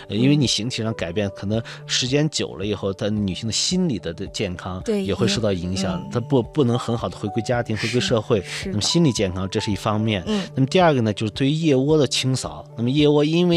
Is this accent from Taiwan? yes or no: no; China